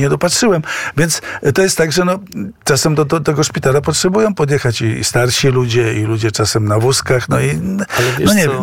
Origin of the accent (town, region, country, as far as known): Warsaw, Masovian Voivodeship, Poland